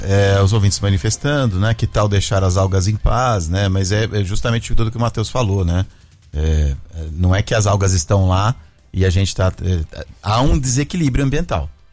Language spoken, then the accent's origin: Portuguese; São Luís, Maranhão, Brazil; Bom dia, sou de São Luís do Maranhão. Opa. Ouço vocês todo dia pela manhã. Hoje estou em São Paulo